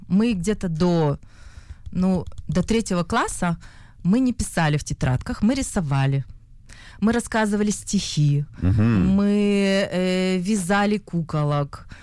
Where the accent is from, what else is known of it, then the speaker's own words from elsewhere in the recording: Irkutsk, Irkutsk Oblast, Russia; Родилась я в Сибири. В городе Иркутск.